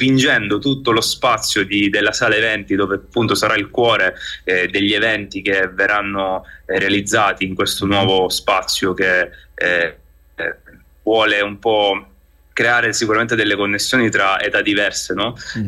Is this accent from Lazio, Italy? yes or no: no; Catania, Sicily, Italy; io sono siciliano, dal profondo sud, vengo da Catania.